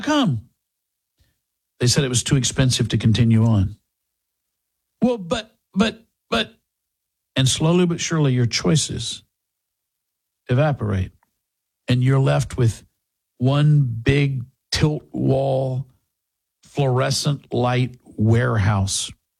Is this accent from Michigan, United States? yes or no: no; Texas, United States; it feels like the way I grew up in East Texas, out in the woods